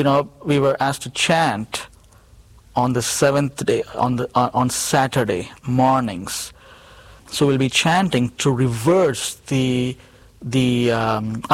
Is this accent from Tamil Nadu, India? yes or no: yes; Chennai, Tamil Nadu, India; And so he came down to Chennai, the city I was born and raised in India.